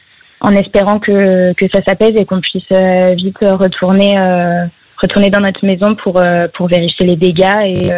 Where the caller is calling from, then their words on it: Bordeaux, Nouvelle-Aquitaine, France; Là, je suis rentrée chez mes parents à Bordeaux